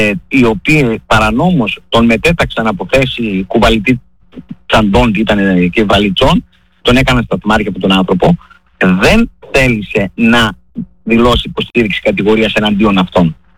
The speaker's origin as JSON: {"language": "Greek", "town": "Serres", "region": "Central Macedonia", "country": "Greece", "said": "αυτό το βλέπω από εδώ από την πόλη μου της Σέρρες"}